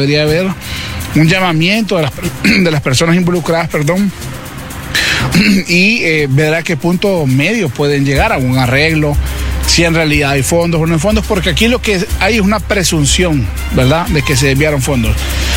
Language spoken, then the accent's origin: Spanish; Honduras; Más que como hondureño, como odio lo voy a hablar como liberal